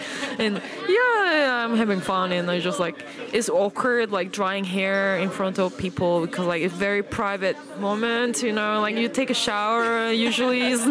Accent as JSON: {"language": "English", "country": "South Korea", "said": "I'm from South Korea."}